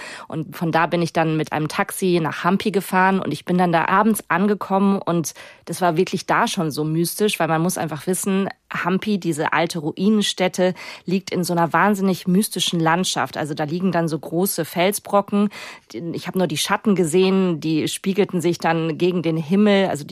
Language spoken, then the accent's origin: German; Germany; Ja, aus Deutschland.